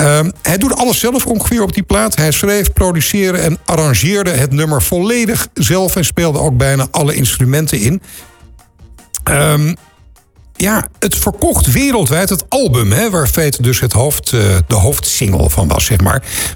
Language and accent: Dutch; Amsterdam, North Holland, Netherlands; ik kom ook uit Amsterdam en ik was daar toen ook.